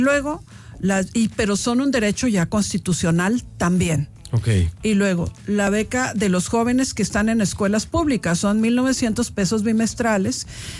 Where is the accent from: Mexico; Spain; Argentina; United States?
Mexico; queremos nosotros gobernarnos nosotros como mexicanos